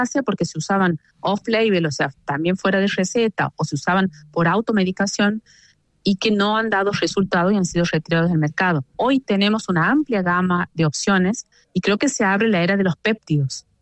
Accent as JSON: {"language": "Spanish", "region": "Santiago del Estero", "country": "Argentina", "said": "con mucho orgullo de santiagueña y de Argentina"}